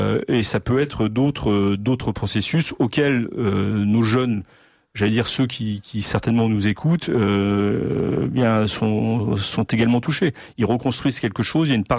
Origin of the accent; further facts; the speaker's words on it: Normandy, France; moved away; Moi, je suis normand d'origine. Déjà, le terme que j'emploie indique beaucoup de choses. Je suis normand d'origine. Jusqu'à mes grands-parents, toute mon ascendance n'a vécu qu'en Normandie.